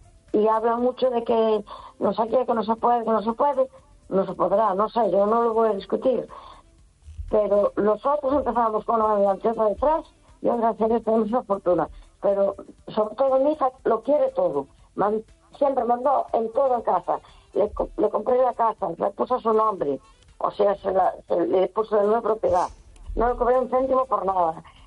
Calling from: A Coruña, Galicia, Spain; de Coruña.

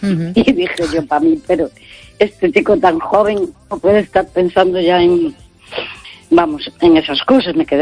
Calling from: Santiago de Compostela, Galicia, Spain; de Santiago, bien, gracias.

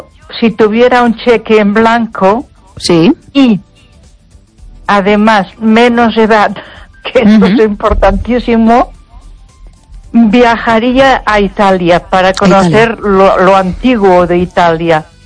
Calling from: Ponferrada, Castile and León, Spain; de Ponferrada.

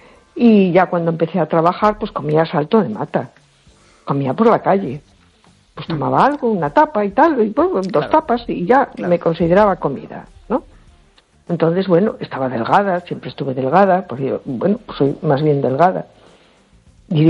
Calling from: A Coruña, Galicia, Spain; de Coruña.

